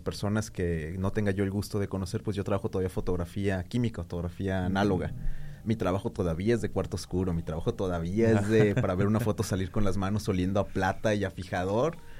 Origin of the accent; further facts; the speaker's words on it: Tepic, Nayarit, Mexico; soy orgullosamente tepicense, de formación soy sociólogo y soy arquitecto.